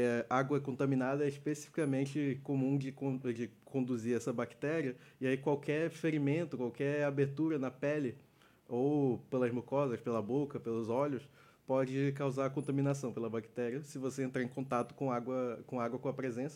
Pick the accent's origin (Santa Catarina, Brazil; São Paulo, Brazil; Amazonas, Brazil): Amazonas, Brazil; Manaus; now in Tabatinga, Brazil; Eu sou de Manaus.